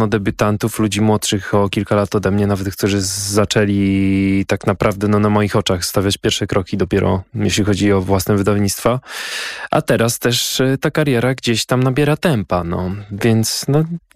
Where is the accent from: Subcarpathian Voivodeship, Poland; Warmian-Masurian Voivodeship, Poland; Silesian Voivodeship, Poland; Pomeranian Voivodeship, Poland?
Warmian-Masurian Voivodeship, Poland; Ostróda; now in Warsaw, Poland; pochodzę z miasta, w którym nie ma tradycji za bardzo muzycznych, bo ja pochodzę z Ostródy.